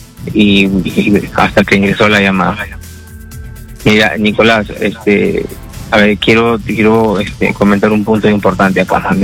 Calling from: Lima, Peru; yo soy de Puente Piedra

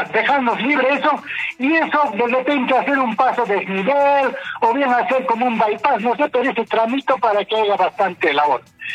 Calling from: Cusco, Peru; yo que soy ciudadano así de Quío

